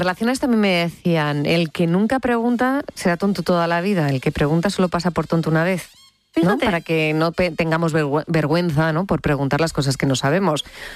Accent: Spain; Luego con el aperitivo, ¿cómo somos los españoles, eh?

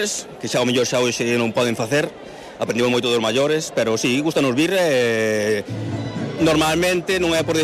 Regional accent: Gomariz, Galicia, Spain; somos de Gomariz, pero tamén somos de Concello de Leiro, e gustanos vir a esta festa.

